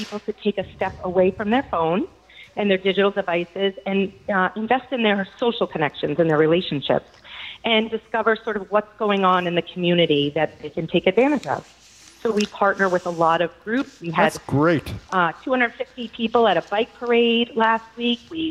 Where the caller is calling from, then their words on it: Westborough, Massachusetts, United States